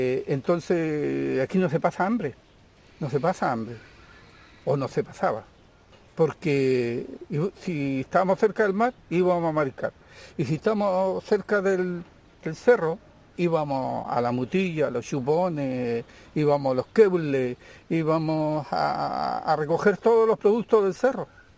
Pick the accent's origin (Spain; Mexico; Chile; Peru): Chile; Penco, Biobío; Ya con mis 74 años, nacido y criado en Penco, un luchador que siempre ha privilegiado la autonomía para defender mi territorio.